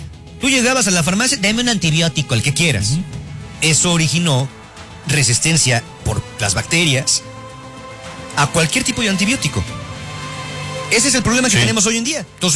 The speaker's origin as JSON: {"language": "Spanish", "country": "Mexico", "said": "sí porque somos mexicanos"}